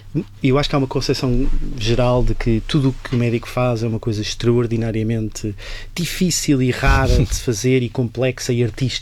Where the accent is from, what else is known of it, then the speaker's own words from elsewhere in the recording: Lisbon, Portugal; eu sou de Lisboa, nasci em Lisboa, estudei em Lisboa, na Nova